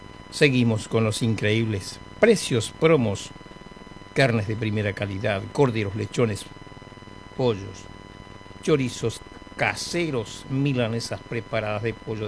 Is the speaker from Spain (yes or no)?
no; Presidencia de la Plaza, Chaco, Argentina; moved away; Saludamos a toda mi gente de Presidencia de la Plaza, mi pueblo, en el Chaco, donde nací.